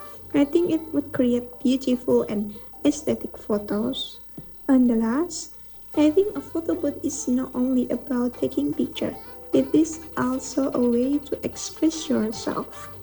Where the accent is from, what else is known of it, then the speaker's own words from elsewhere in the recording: Magelang, Central Java, Indonesia; English is a second language; now in Surakarta, Indonesia; I'm from Magelang, Central Java, and right now I live in Banjarsari, Surakarta, and I'm as a student at Universitas Duta Bangsa Surakarta.